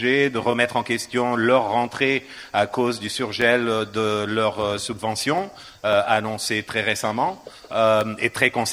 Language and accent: French; Portugal; now in Avignon, France; Mais je le dis en tant que Portugais, même si Avignonais en construction, je peux encore jouer cette carte.